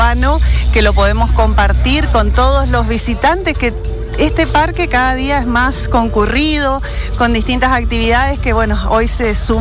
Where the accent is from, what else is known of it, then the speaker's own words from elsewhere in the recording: Argentina; eso es el orgullo nuestro de ser argentino